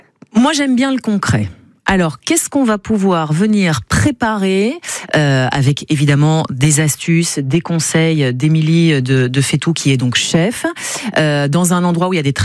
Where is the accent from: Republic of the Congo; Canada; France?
France; Béarn and Bigorre; Mais, chez nous, en Béarn et en Bigorre, on va pas se le cacher, on fait un peu de chauvinisme.